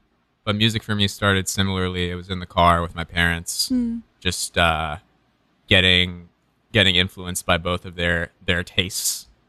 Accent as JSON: {"language": "English", "town": "Cambridge", "region": "Massachusetts", "country": "United States", "said": "I'm from Cambridge, Mass."}